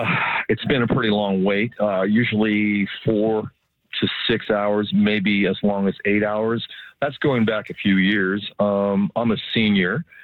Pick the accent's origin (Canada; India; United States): Canada; I'm a Canadian.